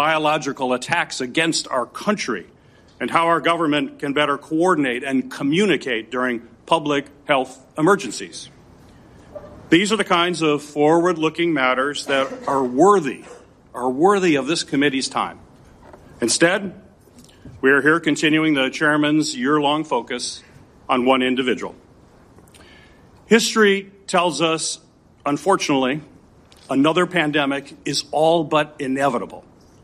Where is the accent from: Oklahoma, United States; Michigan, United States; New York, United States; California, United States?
Michigan, United States; which has sickened thousands in my home state of Michigan